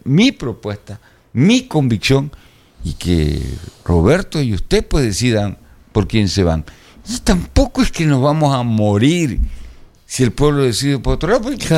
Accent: Manabí, Ecuador; yo soy manabita, pues

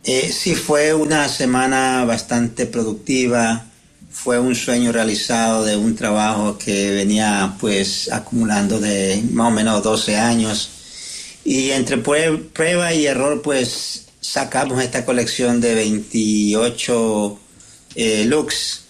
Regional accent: Ecuador; como ciudadanos ecuatorianos, como embajadores de nuestro país

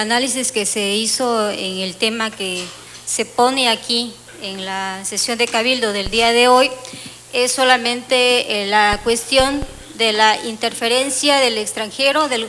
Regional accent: Mexico

